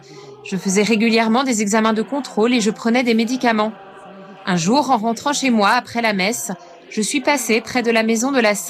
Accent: Myanmar; French is a second language; moved away; Je viens du Myanmar et je suis arrivée ici il y a presque 11 ans.

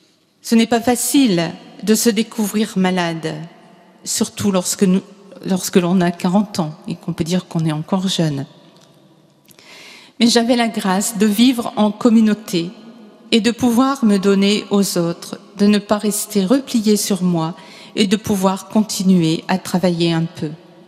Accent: Cambrai, Hauts-de-France, France; moved away as an adult; also born or lived in Aix-en-Provence; Je suis originaire du diocèse de Cambrai, donc à côté de la Belgique, née à la maternité catholique de Cambrai. J'ai grandi dans une famille catholique très pratiquante et je suis l'aînée de 5 enfants.

